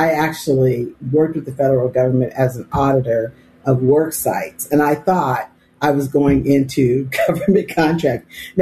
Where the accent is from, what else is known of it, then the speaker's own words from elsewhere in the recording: California, United States; I'm from California, and I was in San Francisco a few months ago